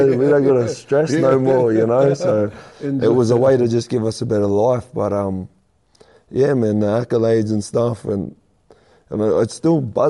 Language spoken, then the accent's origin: English; New South Wales, Australia; Like, I come from Watanabe, I'm 2259, you know what I mean?